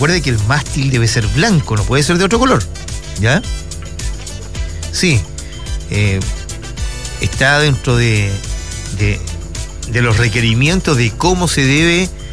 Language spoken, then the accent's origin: Spanish; Chile; La bandera representa mucho para quienes somos chilenos, bueno, y amantes de nuestra patria.